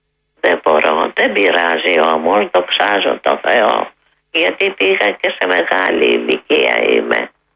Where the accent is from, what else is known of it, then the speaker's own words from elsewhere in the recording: Athens, Attica, Greece; moved away as an adult; now in Nea Irakleio, Greece; γιατί και εγώ μεγάλωσα στον Περισσό, αλλά μετά παντρεύτηκα, ήρθα στο Νέο Ηράκλειο και νοσταλγώ, ξέρετε, εκεί τη γειτονιά